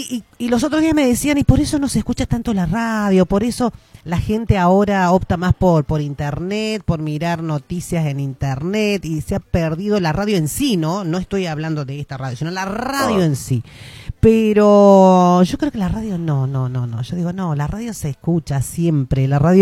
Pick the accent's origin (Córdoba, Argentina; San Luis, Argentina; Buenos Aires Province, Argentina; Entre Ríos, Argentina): Córdoba, Argentina; moved away; porque tampoco soy nativa de acá, soy de Córdoba, pero bueno, ahora estamos acá, sí.